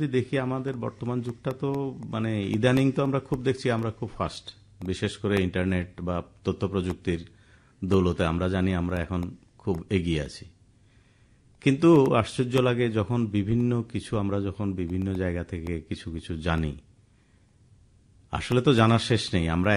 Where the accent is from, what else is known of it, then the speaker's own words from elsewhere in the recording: India; আমাদের যেমন ভারতবর্ষ, আমরা জন্মগ্রহণ করেছি এই প্রজন্মে, আমরা মনে করছি আমরা অসম্ভব ভাগ্যবান যে এই ভূমিতে আমাদের জন্ম।